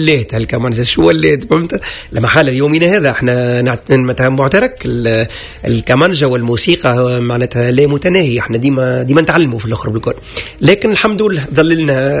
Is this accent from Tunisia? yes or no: yes; Tunisia; عندنا عازف من الهند عازف من الصين من مغوليا من السويد من فرنسا ومن كوبا وانا دونك من تونس.